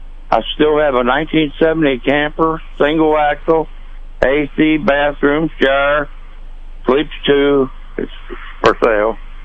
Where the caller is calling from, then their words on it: Slater, Missouri, United States; Yeah, I'm calling from Slater